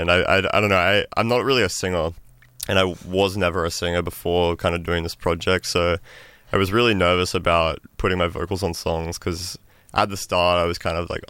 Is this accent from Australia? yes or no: yes; Gold Coast, Queensland, Australia; moved away as an adult; now in Brisbane, Australia; I'm from the Gold Coast